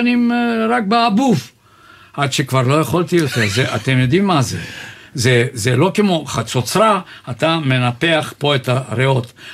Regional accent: Bulgaria; Hebrew is a second language; now in Israel; אבל אני מבולגריה

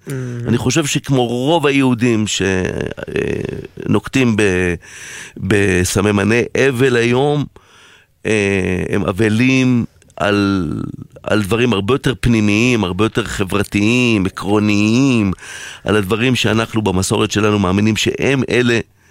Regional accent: Kiryat Ono, Tel Aviv District, Israel; אני בילדותי בקריית אונו

